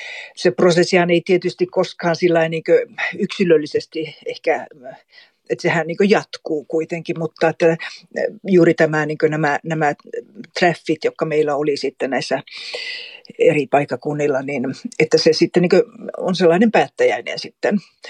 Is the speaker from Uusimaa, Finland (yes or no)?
no; Kolari, Lapland, Finland; now in Kaunisvaara, Sweden; Mä olen Torniolaaksosta. Mulla on juuria Suomen ja Ruotin puolella. Itse mä olen kasunut sitten niin Suomen puolella Torniolaaksossa Kolarissa. Ja tällä hetkellä mä asun Kaunisvaarassa.